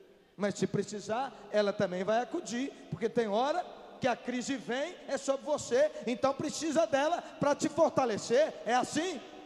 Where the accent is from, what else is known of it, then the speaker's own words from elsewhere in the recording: Cuparaque, Bahia, Brazil; born there; moved away; Lá na minha cidade, a cidade onde eu nasci, Cuparaque, tem uma serra que no alto da serra tem quase 800 metros de altura, acima do nível do mar